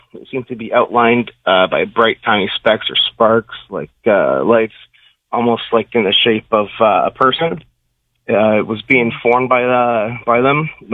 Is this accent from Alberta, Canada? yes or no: no; Burlington, Ontario, Canada; from Burlington, Ontario.